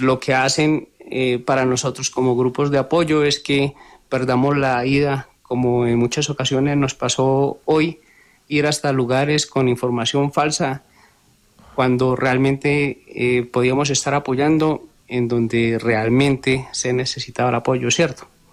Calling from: Manizales, Caldas, Colombia; Me encuentro en la ciudad de Manizales.

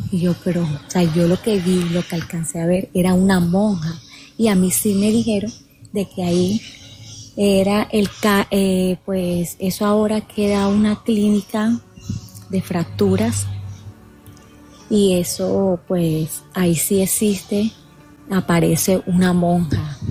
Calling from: Barranquilla, Atlántico, Colombia; Desde Barranquilla.

